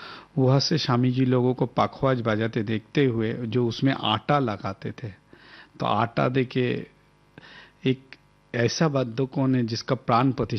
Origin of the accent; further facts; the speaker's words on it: Kolkata, West Bengal, India; born there; now in Chhattisgarh, India; मेरा जन्म कोलकाता में हुआ। कोलकाता एक सांगीतिक परिवार।